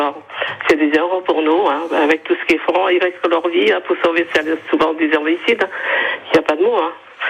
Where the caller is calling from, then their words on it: Canet-en-Roussillon, Occitanie, France; j'habite à Canet.